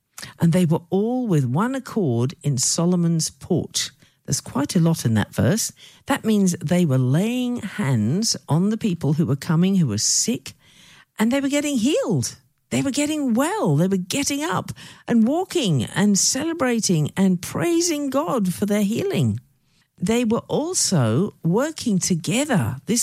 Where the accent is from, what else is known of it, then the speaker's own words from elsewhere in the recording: United Kingdom; I remember growing up in the United Kingdom